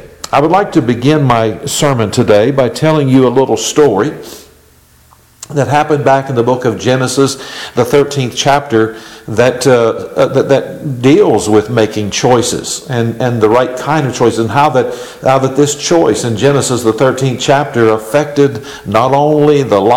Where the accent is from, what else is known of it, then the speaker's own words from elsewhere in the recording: LeCounts Mills, Pennsylvania, United States; I'm from LeCounts Mills, Pennsylvania